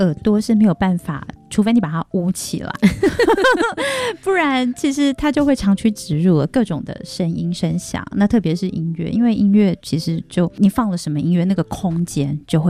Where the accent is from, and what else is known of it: Taiwan; first language Taiwanese Hokkien; Chinese is a second language